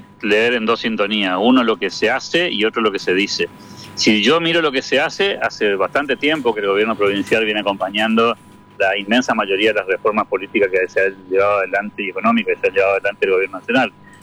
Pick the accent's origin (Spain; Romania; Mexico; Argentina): Argentina